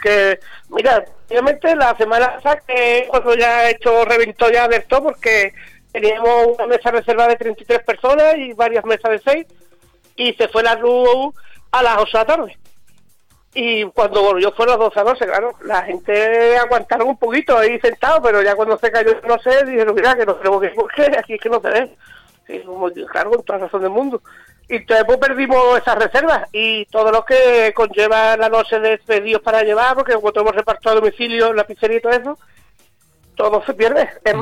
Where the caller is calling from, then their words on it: Spain; aquí estamos en la pedanía de Medina, a los Guadalejos.